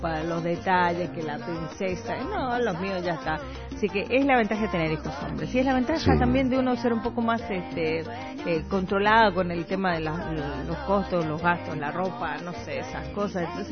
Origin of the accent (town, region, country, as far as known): Bolivia